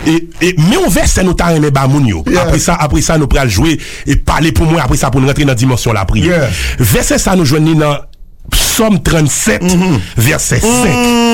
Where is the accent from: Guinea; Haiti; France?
Haiti; en tant que membre du clergé et en tant qu'haïtien je me suis affecté par ce problème le problème de TPS